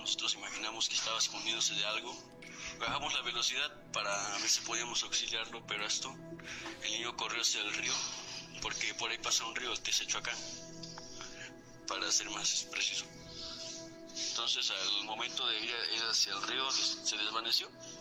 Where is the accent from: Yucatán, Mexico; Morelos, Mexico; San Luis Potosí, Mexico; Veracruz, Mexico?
Veracruz, Mexico; moved away as an adult; now in Mexico City, Mexico; Estoy viviendo en la Ciudad de México, pero soy originario de Veracruz.